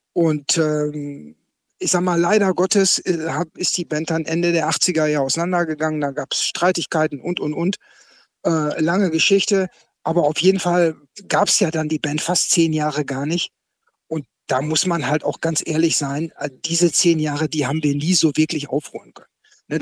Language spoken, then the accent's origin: German; Münster, North Rhine-Westphalia, Germany; so hier in meiner Heimatstadt Münster